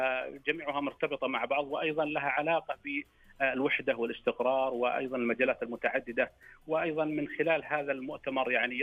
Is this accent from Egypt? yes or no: no; Saudi Arabia; في بلدنا المملكة العربية السعودية